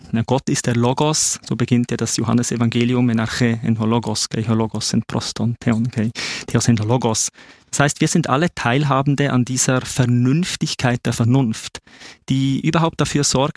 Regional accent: Bern, Switzerland; Ich bin auch Finne, konkret also halb Schweizer, halb Finne, in Bern aufgewachsen.

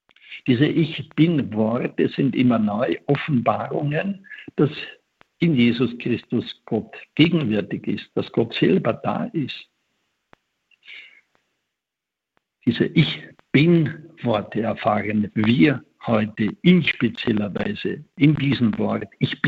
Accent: Vienna, Austria; Als Wiener

